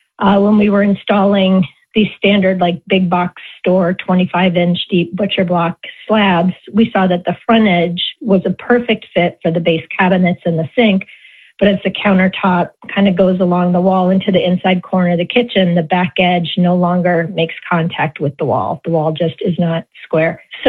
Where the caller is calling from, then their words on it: East Lyme, Connecticut, United States; I'm calling from East Lyme, Connecticut.